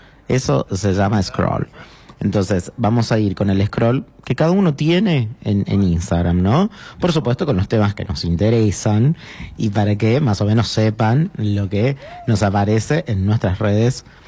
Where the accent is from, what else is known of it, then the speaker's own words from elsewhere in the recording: Buenos Aires, Argentina; born there; Nací en Buenos Aires, siempre lo digo, Capital Federal, que siempre hubo ahí como una pelea y conflicto entre Chilecito y Buenos Aires